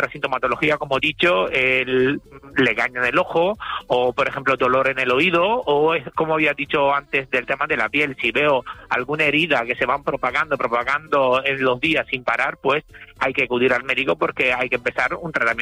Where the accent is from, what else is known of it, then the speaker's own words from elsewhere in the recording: Italy; now in Spain; DNI los italiano, aunque puedo hacer por matrimonio de mi pareja español, pero sí. Bueno, sigo siendo italiano al 100%.